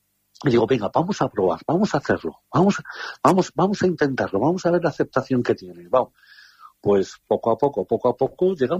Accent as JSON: {"language": "Spanish", "region": "Cantabria", "country": "Spain", "also_born_or_lived": "Madrid", "said": "A mí es que mi tierra me tira mucho."}